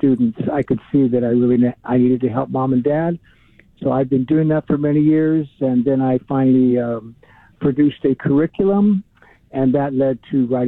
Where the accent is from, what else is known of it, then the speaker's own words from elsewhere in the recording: Los Angeles, California, United States; But even myself, when I grew up, and I grew up in Northeast LA, which is, you know, there's known for violence and gangs and drugs and things like that.